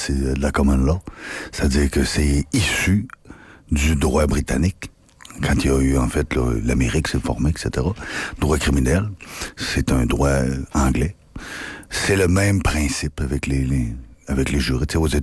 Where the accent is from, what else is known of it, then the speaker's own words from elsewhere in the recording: Baie-Comeau, Quebec, Canada; moved away; moi, je viens d'Haute-Rive-Bécomo. Bon, quand en 98, quand je suis parti, on était 28 000. OK, c'est pas beaucoup de monde, tout le monde se connaît